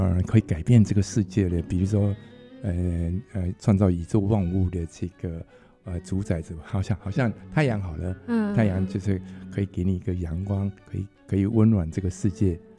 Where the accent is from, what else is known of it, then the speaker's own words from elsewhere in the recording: Myanmar; moved away as an adult; now in Taiwan; 我来台湾。那台湾之前的话，我在缅甸出生长大，然后我在缅甸大学毕业，然后OK， 我就是缅甸的华侨嘛。